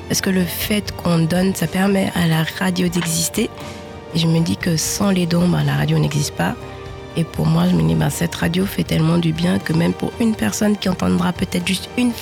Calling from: Mulhouse, Grand Est, France; j'habite à Mulhouse.

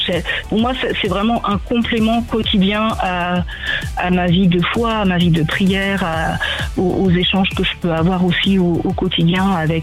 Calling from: Laval, Pays de la Loire, France; je viens de Laval.

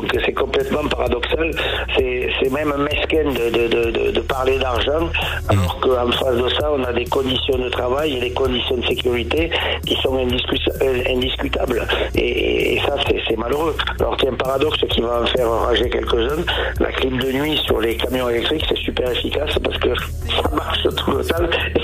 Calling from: France; Moi, je suis de Chambon

